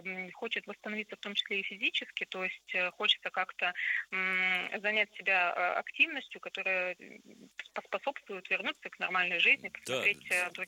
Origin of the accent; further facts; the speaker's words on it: Arkhangelsk, Arkhangelsk Oblast, Russia; Но так как мы из Архангельска, мы у него спросили, а чем же из Архангельской области мы хотим презентовать этот проект.